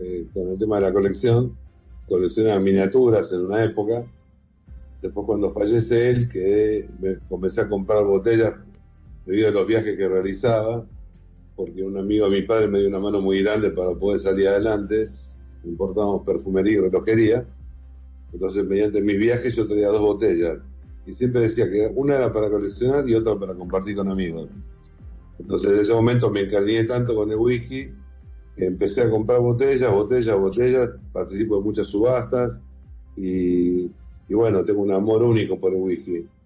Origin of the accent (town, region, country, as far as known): Argentina